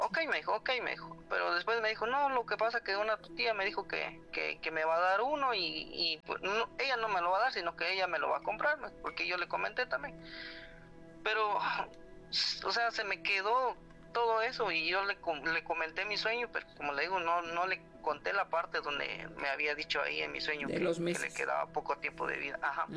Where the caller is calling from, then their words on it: Guatemala; yo soy de Guatemala